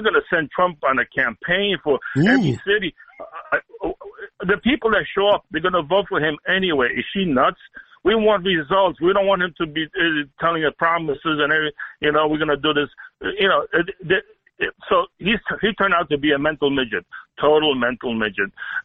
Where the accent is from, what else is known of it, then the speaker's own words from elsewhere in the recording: Transylvania, Romania; now in Florida, United States; growing up in Transylvania, Romania